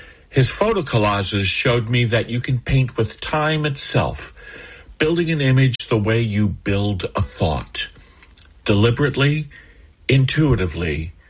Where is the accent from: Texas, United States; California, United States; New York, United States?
California, United States; Palm Springs; from Palm Springs, California.